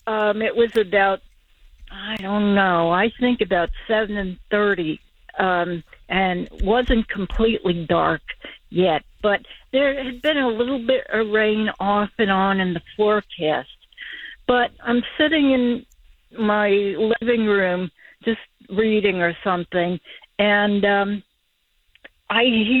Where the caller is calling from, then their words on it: Carlisle, Pennsylvania, United States; I am here in Carlisle, Pennsylvania, which is near Harrisburg.